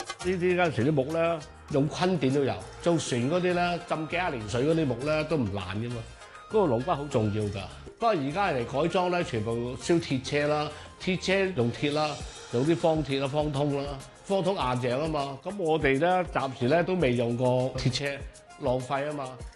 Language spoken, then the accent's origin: Cantonese; Hong Kong; 是长洲北社街坊会的主席，我在长洲出世的。